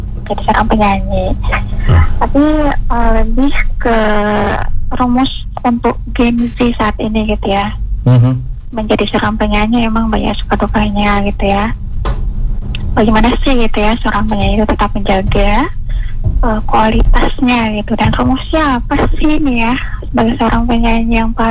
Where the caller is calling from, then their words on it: Maluku, Indonesia; Ya, terima kasih saya dari Indonesia, Maluku Tengah Pulau Serang.